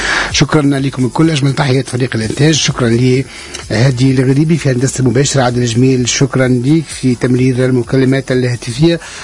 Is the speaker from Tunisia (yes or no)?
yes; Tunisia; بلادنا تونس الجميلة